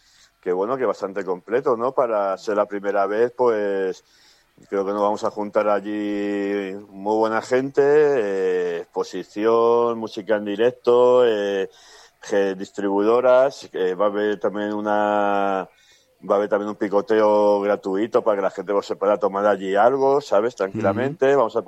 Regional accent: Alcorcón, Community of Madrid, Spain; nosotros somos de Alcorcón, casi todos siempre.

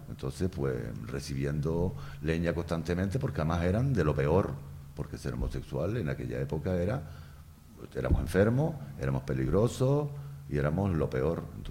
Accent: Fuerteventura, Canary Islands, Spain; yo que soy de Fuerteventura y soy majorero

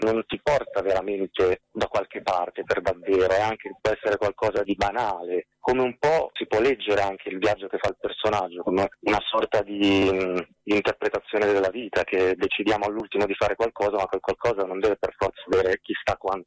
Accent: Voghera, Lombardy, Italy; born there; moved away; also born or lived in Rome; lo farò uscire nella mia città dove sono nato, a Voghera

